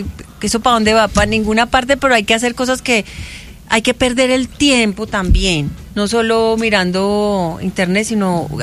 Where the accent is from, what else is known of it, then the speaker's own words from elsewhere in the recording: Colombia; yo vengo de Colombia.